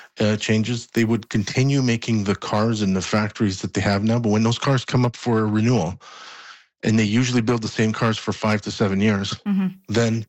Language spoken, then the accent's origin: English; Canada; I mean, look, I'm Canadian first.